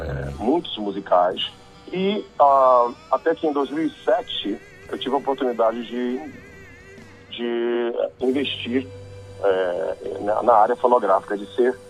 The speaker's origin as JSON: {"language": "Portuguese", "country": "Brazil", "said": "mas eu sou brasileiro e também amo a música que se faz aqui."}